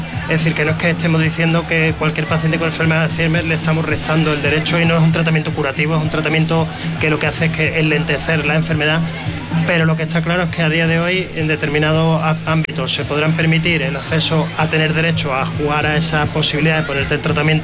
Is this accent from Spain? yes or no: yes; Andalusia, Spain; now in Logroño, Spain; mi casa de Andalucía también, como andaluz que soy